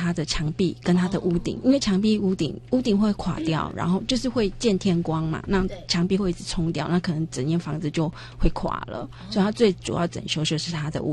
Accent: Hualien County, Taiwan; now in Xinzhuang, Taiwan; 以前因为我是花莲人

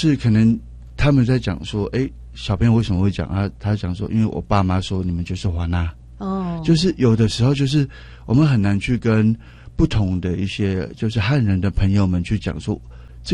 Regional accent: Yingge, New Taipei, Taiwan; born there; also born or lived in Zhongli, Taoyuan

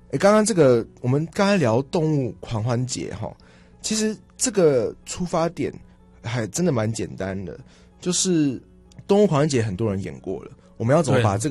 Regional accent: Taiwan; moved away; 回来台湾越久

